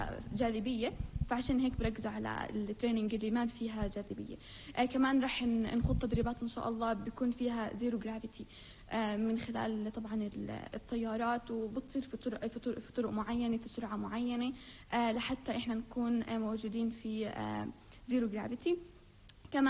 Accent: Jenin, West Bank, Palestine; أنا من جنين وعم أدرس في البوليتكنيك

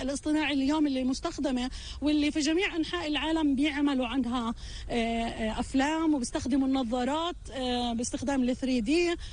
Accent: Palestine; البصمة اللي موجودة لإلنا كفلسطينيين بهذا المكان

